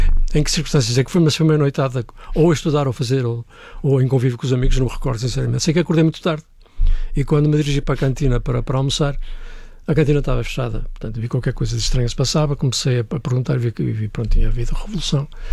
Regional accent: Arcos de Valdevez, Norte, Portugal; O 1 de Maio vivi-o na minha terra, nos Arcos de Valdevez, em Arcos de Valdevez

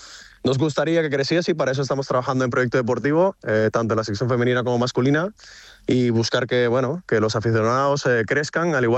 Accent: San Juan Bautista, Nueva Esparta, Venezuela; now in Basque Country, Spain; soy de San Juan Bautista, un pueblo de Nueva Esparta, en la isla de Margarita, en Venezuela. Pero mi madre es de acá y bueno, y hace 11 años emigramos y vinimos aquí estamos felices, la verdad.

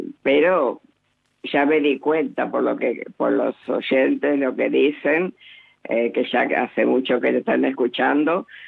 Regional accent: Buenos Aires, Argentina; now in Moreno, Argentina; Antes era de Caballito, ahora soy de Moreno.

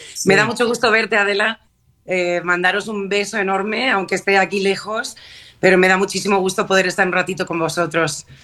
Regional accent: Mexico; he estado más en mi tierra. Este año pasado hice mi gira de 20 aniversario por aquí, que también llevaba un tiempito fuera de mi país.

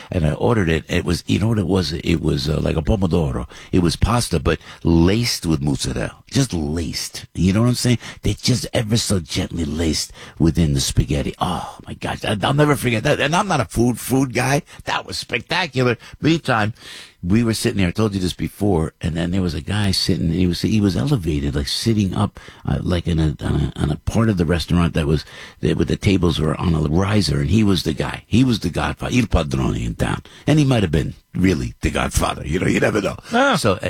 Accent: United States; We're American.

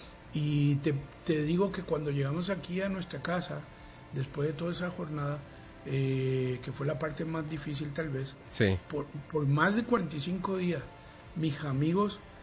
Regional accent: Puerto Rico; also born or lived in Venezuela; en Venezuela? Aunque me crié en Puerto Rico.

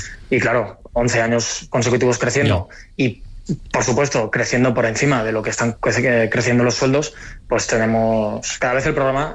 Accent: Altea, Valencian Community, Spain; moved away as an adult; yo llegué, bueno, de un pueblito de Alicante, de Altea, me fui a estudiar a Valencia con tres amigos del bachiller.

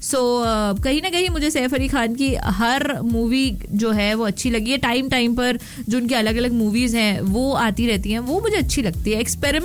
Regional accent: Bhopal, Madhya Pradesh, India; इन्हें जो है भोपाल का नवाब भी कहा जाता है, एंड मैं भोपाल से हूँ।

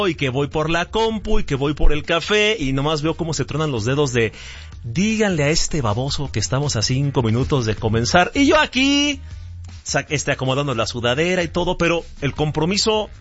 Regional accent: Mexico; 33 millones de mexicanos, fíjate, a pesar de las dificultades y de las condiciones, qué trabajadores somos los mexicanos.

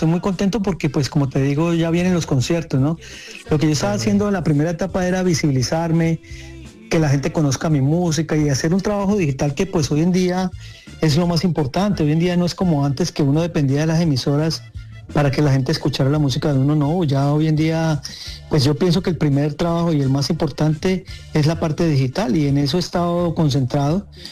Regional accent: Colombia; moved away; A mí en toda parte, siempre cuando saben que soy colombiano, me prefieren a mí.

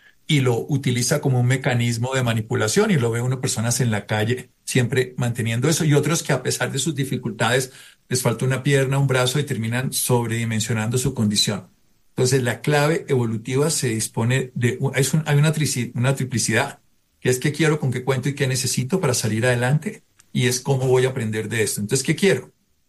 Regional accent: Colombia

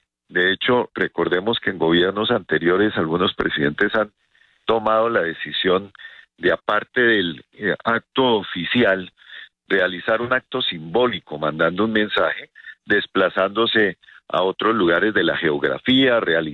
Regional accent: Colombia; lo que uno quiere como colombiano

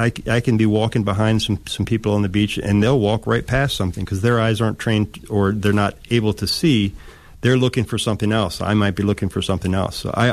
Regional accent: Rockville, Maryland, United States; moved away as an adult; now in Northport, United States; So I am from the Washington, D.C. area, Rockville, Germantown area, and I met my now wife down in that area.

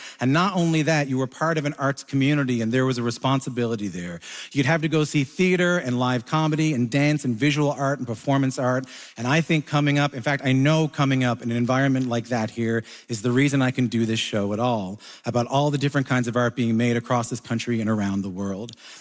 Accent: Newfoundland and Labrador, Canada; I hardly ever mention that I'm from Newfoundland on the show. I tell people quite often that growing up here, if you were into the arts, you couldn't just be into one thing.

